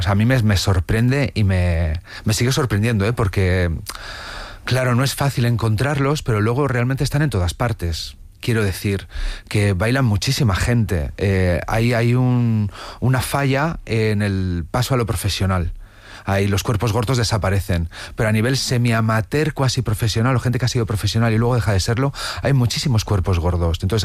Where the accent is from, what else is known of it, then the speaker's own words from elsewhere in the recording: La Cistérniga, Castile and León, Spain; Desde pequeño, yo llegué a mi pueblo, en la Cisterniga, en Valladolid, y dije a mi madre